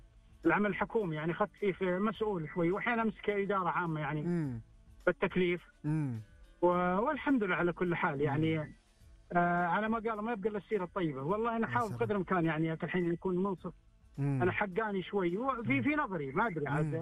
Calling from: Riyadh, Riyadh Province, Saudi Arabia; والله انا كنت في الرياض طال عمرك.

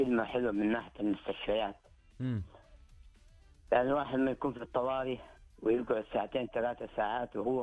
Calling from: Saudi Arabia; عندنا في المملكة العربية السعودية

